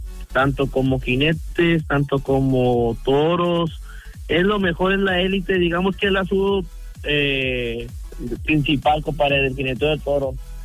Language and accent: Spanish; Monterrey, Nuevo León, Mexico; yo soy de Monterrey, Nuevo León, compadre.